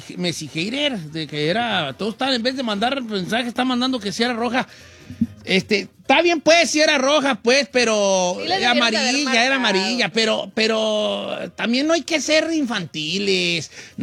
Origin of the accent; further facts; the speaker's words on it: Michoacán, Mexico; porque yo soy de Michoacán.